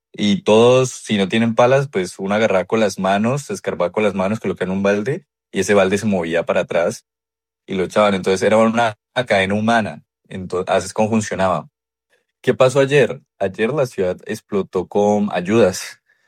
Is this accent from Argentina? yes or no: no; Cali, Valle del Cauca, Colombia